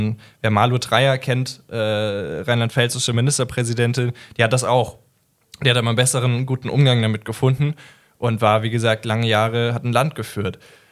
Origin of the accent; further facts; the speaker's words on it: Idstein, Hesse, Germany; Ich komme ja aus Südhessen. Und ich höre dann in Idstein auf. Und nicht aus irgendeinem Grund, sondern ich komme aus Idstein.